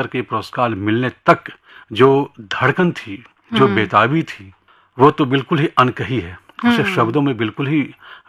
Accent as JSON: {"language": "Hindi", "region": "Bihar", "country": "India", "tie": "born there", "said": "मेरा जन्म बिहार में हुआ है।"}